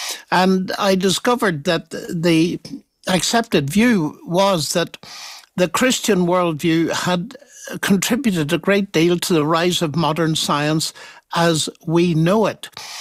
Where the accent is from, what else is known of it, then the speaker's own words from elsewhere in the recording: Ireland; It was partly due to my parental attitude growing up in Ireland, which at the time was beginning to be riven by sectarian trouble and so on.